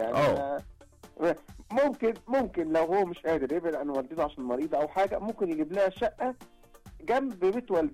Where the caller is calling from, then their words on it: Alexandria, Alexandria Governorate, Egypt; أنا من اسكندرية